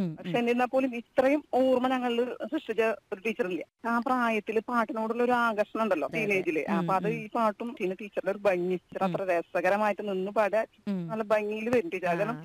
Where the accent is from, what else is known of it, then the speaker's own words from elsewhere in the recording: Anthikad, Kerala, India; എന്റെ നാട് അന്തിക്കാടാണ്.